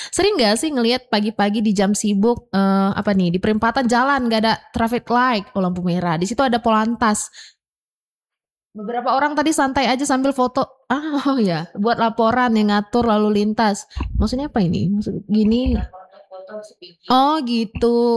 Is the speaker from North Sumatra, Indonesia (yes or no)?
yes; North Sumatra, Indonesia; sebagai warga Padang Bulan sendiri